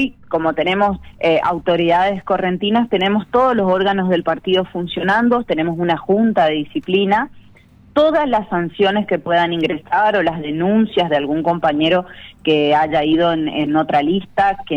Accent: Corrientes, Argentina; lo que nos está pasando hoy como correntinos, como argentinos, ¿no?

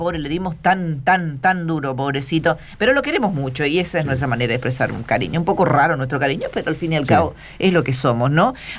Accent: Loreto, Corrientes, Argentina; now in Corrientes, Argentina; Un pueblo en el que yo crecí, yo nací acá en Corrientes, pero crecí, o sea, pasé toda mi infancia en Loreto

